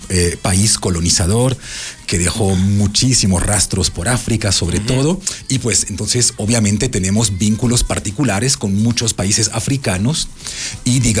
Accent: France; Spanish is a second language; now in Ecuador; yo nunca me siento más francés en Ecuador que durante esas semanas. Es decir, que de repente resurge mi identidad.

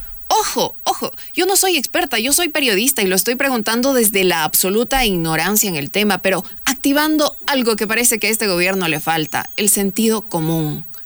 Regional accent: Ecuador; los que estamos sufriendo somos los ecuatorianos.

